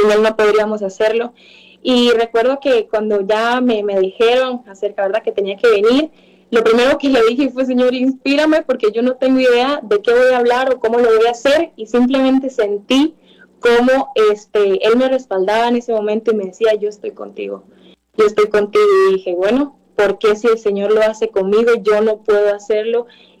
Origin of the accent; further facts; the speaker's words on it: Costa Rica; tengo 22 años, soy de Costa Rica